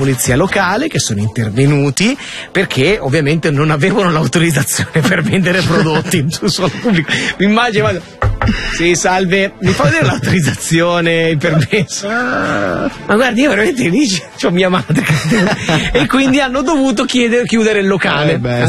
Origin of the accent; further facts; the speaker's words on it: Veneto, Italy; da Veneto che sono.